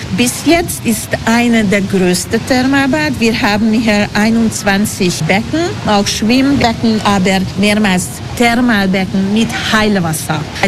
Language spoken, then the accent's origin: German; Budapest, Hungary; German is a second language; Bei uns in Ungarn, in Budapest, finden sie Ilice.